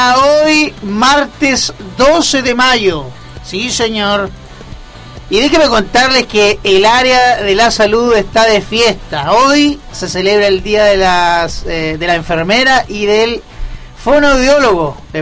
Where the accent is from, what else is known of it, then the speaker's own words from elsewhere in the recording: Argentina; Que yo soy argentino.